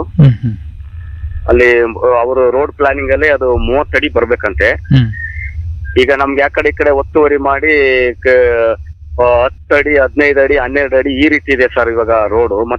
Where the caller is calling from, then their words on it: Kebbepura, Karnataka, India; ಕೆಬ್ಬೆಪುರ ಆಡಿ ಸರ್, ನಿಮ್ಮಟ್ಟಿರೆ ಪಂಚಾಯತಿ.